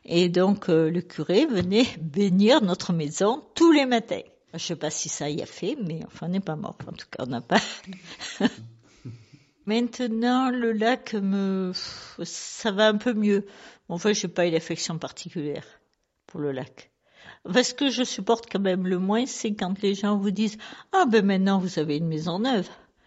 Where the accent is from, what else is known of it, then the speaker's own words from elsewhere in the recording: Savines-le-Lac, Provence-Alpes-Côte d'Azur, France; née en 52 et ayant connu Savine sans le lac. J'ai grandi à Savine et j'ai passé ma scolarité à Savine.